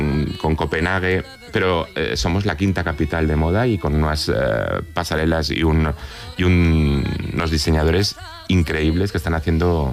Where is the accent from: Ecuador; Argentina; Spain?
Spain; Madrid, Community of Madrid; Y Madrid, yo como madrileño, como diseñador madrileño y como trabajador de la moda española